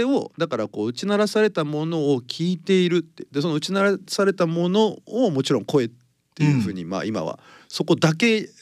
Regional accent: Uchinada, Ishikawa, Japan; 内灘町出身です。

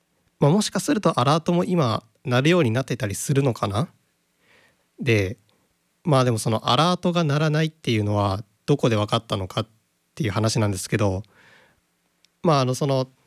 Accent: Okayama, Japan; 私あの岡山出身と言ったことがあったと思うんですけども、

